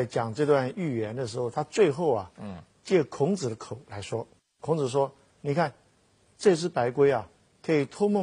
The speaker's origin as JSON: {"language": "Chinese", "country": "China", "said": "我们中国人"}